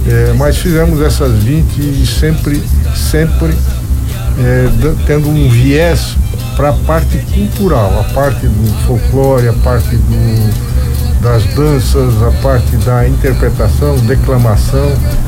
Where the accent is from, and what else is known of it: Luiz Alves, Santa Catarina, Brazil